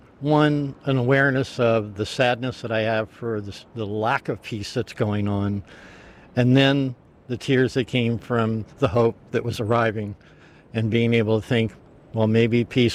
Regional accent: Reston, Virginia, United States; I'm from Reston, Virginia, up near Washington, D.C.

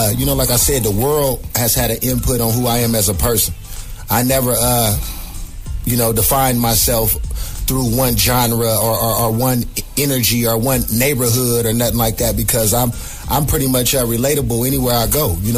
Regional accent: Sacramento, California, United States; also born or lived in Oakland, California; Originally, representing this Northern California 916, born in Oakland, raised in 916

